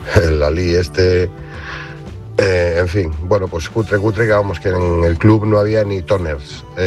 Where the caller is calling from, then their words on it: Santander, Cantabria, Spain; desde Santander.